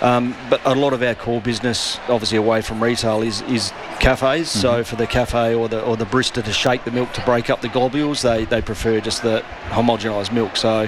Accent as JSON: {"language": "English", "town": "Adelaide", "region": "South Australia", "country": "Australia", "tie": "born or raised there", "said": "I was born and bred in Adelaide."}